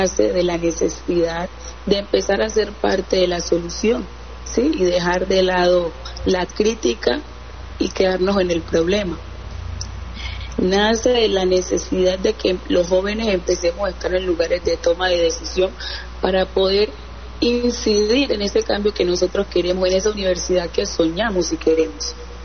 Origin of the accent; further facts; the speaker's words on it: Chocó, Colombia; Una joven oriunda del municipio de Quito